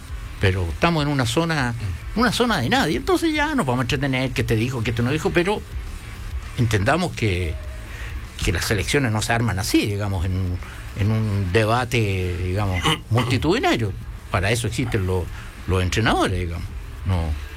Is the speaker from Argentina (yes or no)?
no; Chile; Es que los chilenos somos así, porque. A ver, yo soy chileno también.